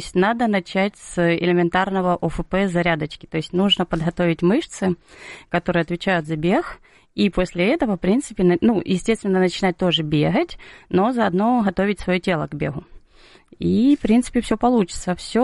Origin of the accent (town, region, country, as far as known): Kislovodsk, Stavropol Krai, Russia; born there